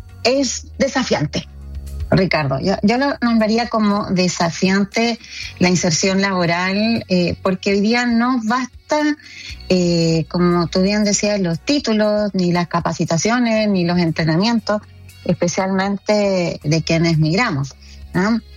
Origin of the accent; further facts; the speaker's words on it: Chile; moved away as an adult; now in United States; Soy una mujer chilena, que inmigrante. Hace aproximadamente 3 años que me encuentro acá en Estados Unidos.